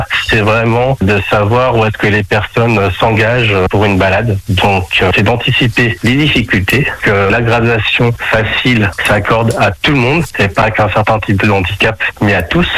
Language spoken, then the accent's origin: French; France; moi je suis de Conly.